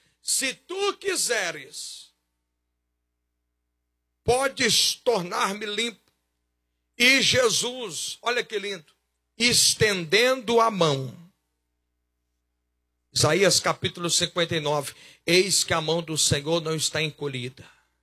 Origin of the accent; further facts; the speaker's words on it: Goiás, Brazil; Tem um ditado popular lá para o Goiás, eu sou goiano, não sei para cá